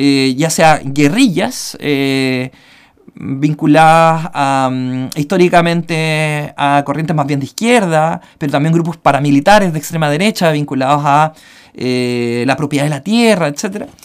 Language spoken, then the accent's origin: Spanish; Chile